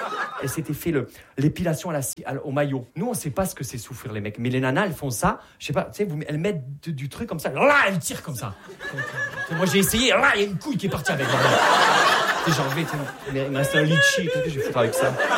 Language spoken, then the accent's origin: French; Perpignan, Occitanie, France